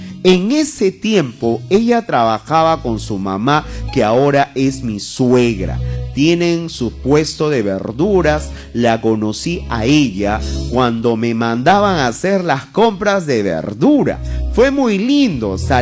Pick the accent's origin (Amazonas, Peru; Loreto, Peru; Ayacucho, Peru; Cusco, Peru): Loreto, Peru; Iquitos; now in Lima, Peru; soy de Iquitos. Vine a la capital hace 17 años en busca de un buen futuro, donde llegué a vivir en la casa de mi tío que vive por Ventanilla